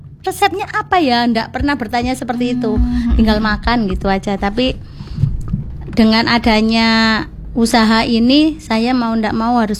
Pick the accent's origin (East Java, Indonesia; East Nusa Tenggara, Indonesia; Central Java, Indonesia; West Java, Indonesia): East Java, Indonesia; Trenggalek; Berawal dari kebetulan saya itu orang Trenggalek.